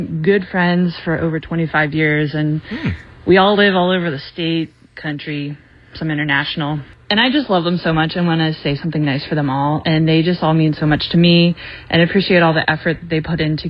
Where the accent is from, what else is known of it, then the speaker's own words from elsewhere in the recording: Indiana, United States; moved away; a group of friends from Indiana, from my hometown